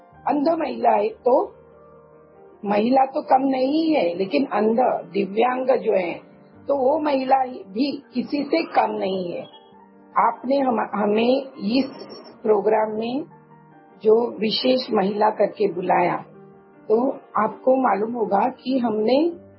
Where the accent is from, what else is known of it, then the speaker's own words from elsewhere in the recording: Sarambal, Maharashtra, India; मैं जिस गांव से बिलोंग करती हूँ, मैं सिंधुदुर्ग जिला के सरंबल गांव से बिलोंग करती हूँ, कुडाल तालुका है हमारा